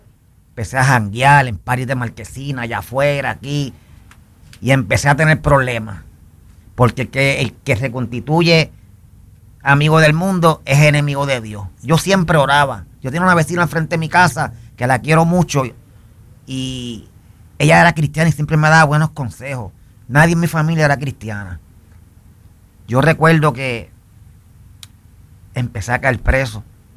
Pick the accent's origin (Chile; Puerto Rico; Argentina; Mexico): Puerto Rico; born there; moved away as an adult; also born or lived in Newark, New Jersey, United States